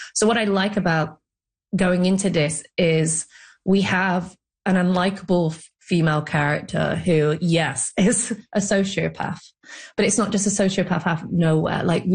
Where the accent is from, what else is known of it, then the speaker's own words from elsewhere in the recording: Ireland; I get it. Yes, I'm Irish.